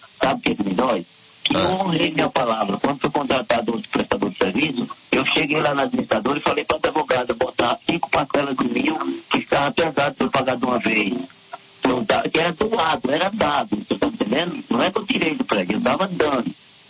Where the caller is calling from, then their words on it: Brazil; Eu falo do Jardim Esmeralda.